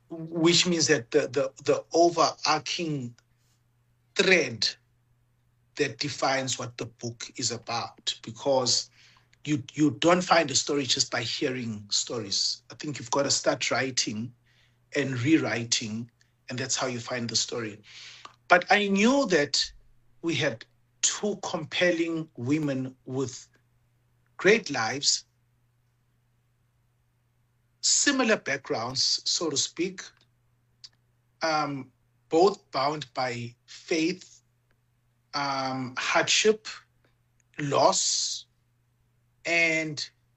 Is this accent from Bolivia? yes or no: no; Mpumalanga, South Africa; as a teenage boy growing up in Mpumalanga